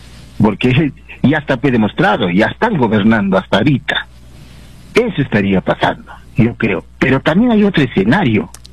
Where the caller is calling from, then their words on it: Juliaca, Puno, Peru; De Juliaca, doctor.